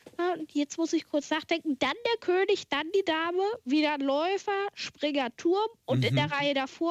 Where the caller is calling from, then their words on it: Hanover, Lower Saxony, Germany; Ich komme aus Hannover und rufe auch von dort gerade an.